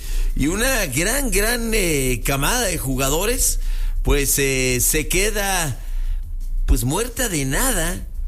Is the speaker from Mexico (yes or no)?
yes; Mexico; Yo soy mexicano, pero soy mexicano.